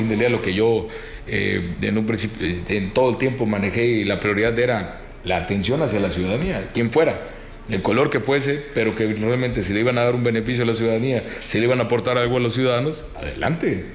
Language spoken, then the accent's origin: Spanish; Mexico